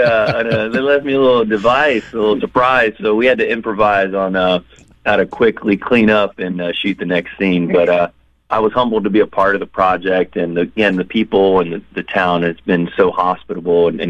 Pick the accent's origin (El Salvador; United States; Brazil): United States; Florida; I was raised in Florida in a rural town